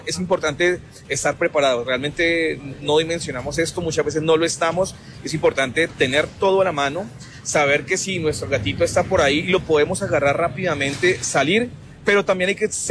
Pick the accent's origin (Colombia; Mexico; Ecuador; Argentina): Colombia; now in Bogotá, Colombia; unirnos como colombianos